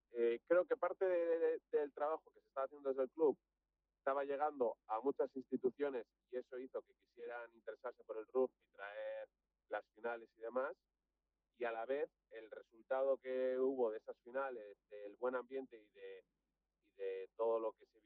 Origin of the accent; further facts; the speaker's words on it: Bilbao, Basque Country, Spain; somos de Bilbao